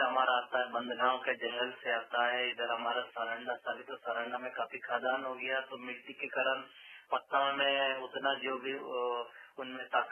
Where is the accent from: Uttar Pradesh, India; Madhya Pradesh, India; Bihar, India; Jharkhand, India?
Jharkhand, India; Chaibasa